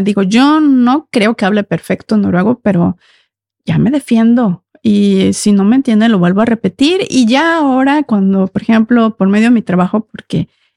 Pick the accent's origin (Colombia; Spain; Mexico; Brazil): Mexico; first language Spanish; moved away as an adult; now in Norway; mi idioma es el español. Si me escuchan acento, soy mexicana